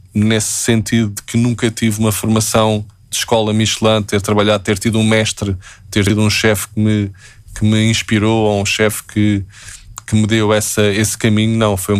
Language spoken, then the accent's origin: Portuguese; Portugal; quando digo sou português